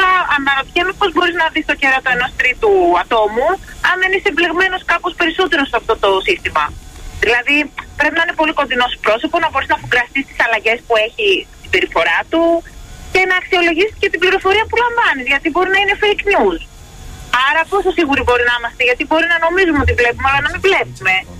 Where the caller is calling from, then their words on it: Thessaloniki, Central Macedonia, Greece; από τη Θεσσαλονίκη.